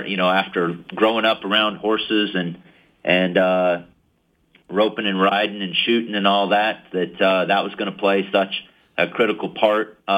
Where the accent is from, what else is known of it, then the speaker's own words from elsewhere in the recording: United States; I grew up in Washington County. You know, a number of my family lives there.